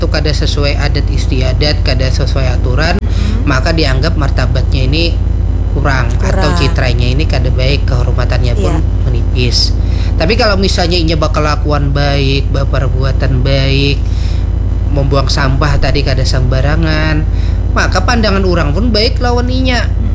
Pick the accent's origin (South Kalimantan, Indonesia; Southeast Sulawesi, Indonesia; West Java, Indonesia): South Kalimantan, Indonesia; Makanya kita itu orang Banjar itu kada denang mengenal denda tuh rasanya kada denda macam-macam.